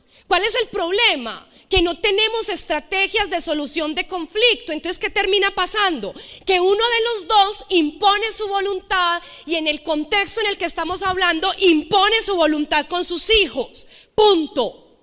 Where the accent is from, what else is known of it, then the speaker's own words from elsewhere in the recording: Envigado, Antioquia, Colombia; nosotros somos de Medellín, específicamente de Envigado, Antioquia? Entonces, en la casa donde actualmente yo vivo, de hecho, es una casa de dos pisos.